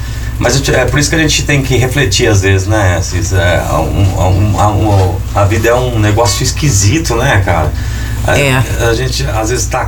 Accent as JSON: {"language": "Portuguese", "town": "Batatais", "region": "São Paulo", "country": "Brazil", "tie": "born or raised there", "also_born_or_lived": "Ribeirão Preto", "said": "Eu sou nascido, só fui nascer em Ribeirão. E voltei pra cá e fui criado a vida inteira em Batatais."}